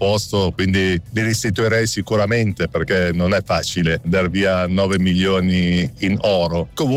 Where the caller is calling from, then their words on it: Novi Ligure, Piedmont, Italy; da Novi Ligure